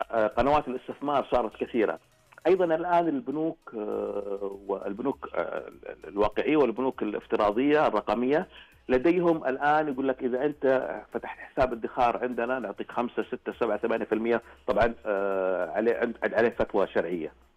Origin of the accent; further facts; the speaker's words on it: Saudi Arabia; إحنا كشعب سعودي